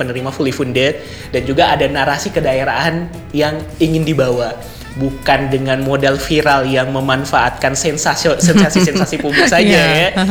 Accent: Palu, Central Sulawesi, Indonesia; mereka tahu saya orang Palu.

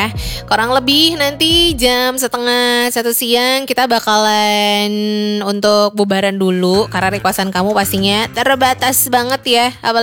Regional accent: Tomohon, North Sulawesi, Indonesia; born there; now in Manado, Indonesia; salam kangen juga buat Tomohon tercinta, kota kelahiran aku.

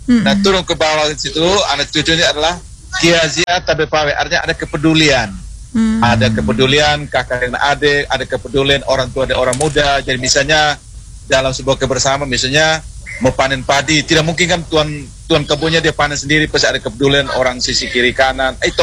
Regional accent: East Nusa Tenggara, Indonesia; kami orang Nagekeo

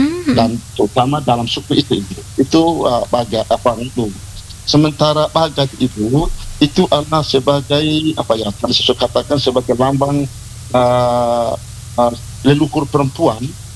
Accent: Aimere, East Nusa Tenggara, Indonesia; contoh saya itu dari Aimere.

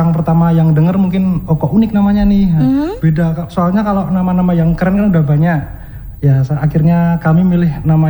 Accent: Boyolali, Central Java, Indonesia; kalau saya dari Boyolali

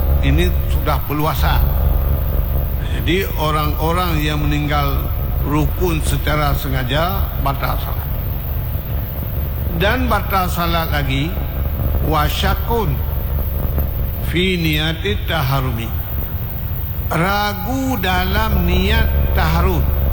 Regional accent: Aceh, Indonesia; Biasa kalau kita orang Aceh, kaum-kaum ibu sering sembahyangnya di sawah

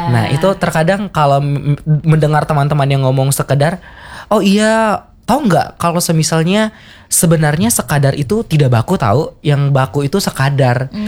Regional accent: Sumbawa, West Nusa Tenggara, Indonesia; moved away as an adult; now in Mataram, Indonesia; Jadi saya sebenarnya orang Sumbawa, dan di Mataram ini sudah 2 tahun saya tidak lepas dari bahasa Sumbawa

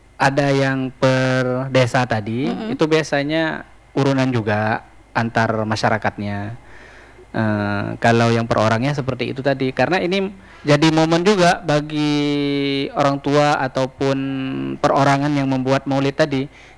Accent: Aceh, Indonesia; now in Samarinda, Indonesia; Bahkan kami warga Aceh pun di luar Aceh

